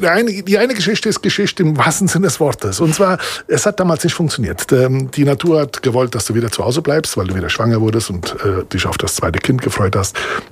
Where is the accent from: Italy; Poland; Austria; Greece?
Italy; bin auch Italiener